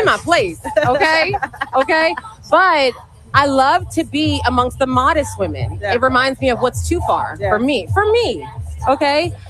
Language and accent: English; Nigeria; So even beyond just being Nigerian, I can really find out exactly where my people are coming from.